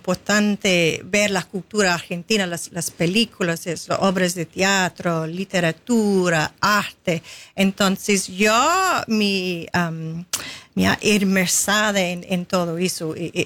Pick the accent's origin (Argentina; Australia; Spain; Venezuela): Australia; Sydney, New South Wales; Spanish is a second language; moved away; also born or lived in South Australia; Bueno, yo nací en Sydney y yo viví en Sydney hasta a los 11 años. Después mi familia se trasladó al sur, South Australia.